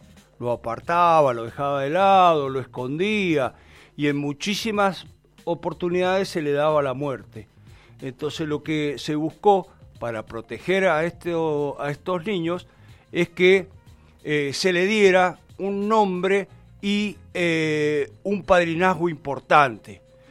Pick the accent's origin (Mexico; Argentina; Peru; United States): Argentina; los argentinos también fuimos inclusivos como los rusos.